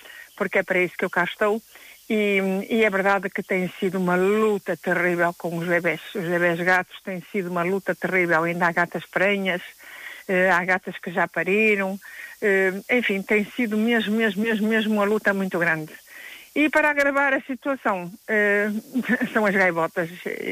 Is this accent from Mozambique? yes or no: no; Northern Portugal, Portugal; nós somos do norte, nós somos nortenhos